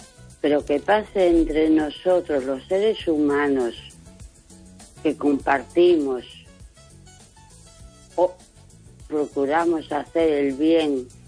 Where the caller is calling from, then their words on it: A Coruña, Galicia, Spain; de Coruña.